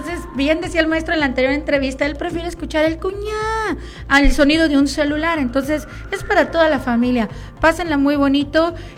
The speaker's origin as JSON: {"language": "Spanish", "country": "Mexico", "said": "para recordar el tema de que somos mexicanos y estamos en un mes de fiesta."}